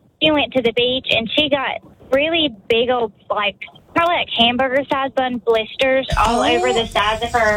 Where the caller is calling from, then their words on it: Verbena, Alabama, United States; We're Verbena, North Carolina, Verbena, Alabama.